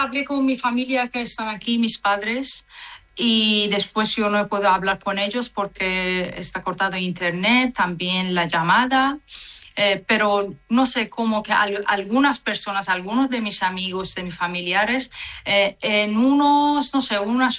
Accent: Iran; Spanish is a second language; now in Málaga, Spain; Ah, mis padres, yo vivía en capital, pero ahora mis padres viven en norte de Irán, que es más seguro en todo el país.

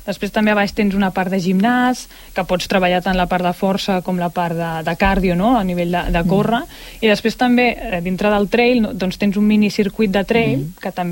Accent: Barcelona, Catalonia, Spain; moved away as an adult; now in Sant Boi de Llobregat, Spain; jo sóc de Barcelona de tota la vida

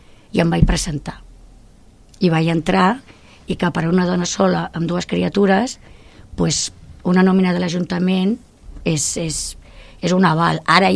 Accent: El Prat de Llobregat, Catalonia, Spain; born there; Jo sóc nascuda al Prat de Llobregat.

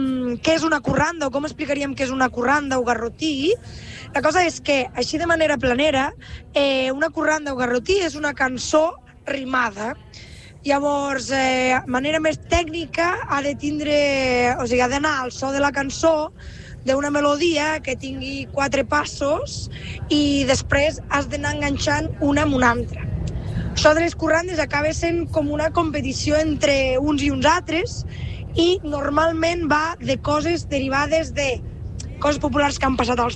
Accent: Catalonia, Spain; la zona de Lleida, d'on sóc jo.

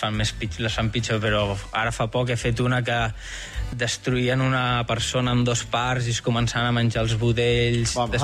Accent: Blanes, Catalonia, Spain; Jo sóc de Blanes.

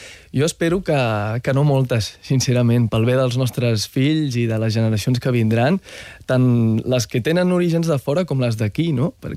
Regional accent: Catalonia, Spain; m'emociono, és el país que va acollir els meus pares als anys 90 i m'estimo molt Catalunya i sóc català, també sóc marroquí, sóc musulmà i jo m'estimo molt aquest país

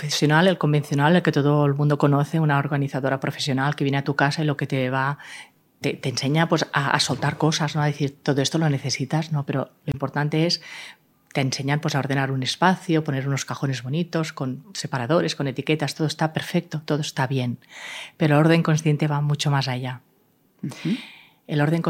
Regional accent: Spain; also born or lived in Hong Kong; A cabo de casi 8 años regresé a España

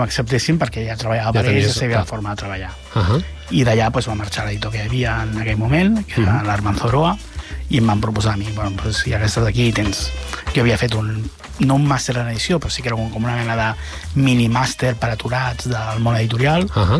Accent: Sabadell, Catalonia, Spain; jo soc de Sabadell

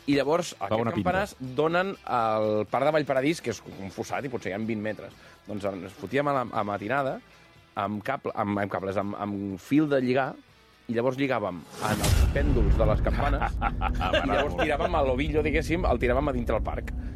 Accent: Terrassa, Catalonia, Spain; sóc Gent de Terrassa.

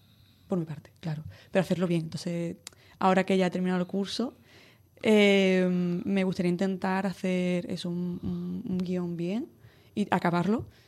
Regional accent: Cádiz, Andalusia, Spain; moved away as an adult; also born or lived in Barcelona; yo tomé la decisión de volverme porque, lo mismo que Alicia y Javier, necesito estar en mi tierra y necesito tener la oportunidad de echar un poco raíces aquí, que yo me he llevado muchos años fuera.

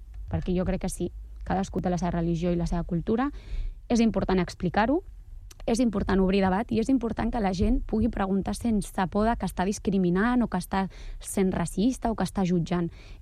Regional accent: Catalonia, Spain; born there; pràcticament porto a Catalunya, o sigui, tinc 31, vaig venir als 4 anys, vull dir, sóc catalana, no? Però molts cops quan dius, sóc catalana, no, però d'on ets? Vull dir, soc d'aquí.

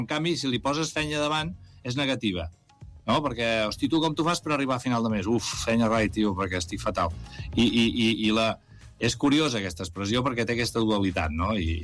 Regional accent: Valls, Catalonia, Spain; tots som de Valls, per tant ens coneixíem, teníem referències, tots venim d'altres grups i d'altres tendències musicals

